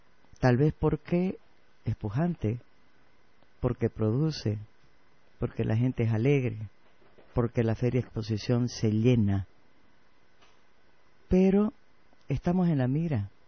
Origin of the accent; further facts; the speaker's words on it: Santa Cruz, Bolivia; los cambas tenemos una forma diferente de pensar o de actuar.